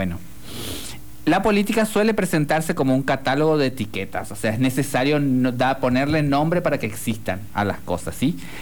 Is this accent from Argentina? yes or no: yes; Argentina; como argentinos, por ejemplo, pero en realidad como latinoamericanos.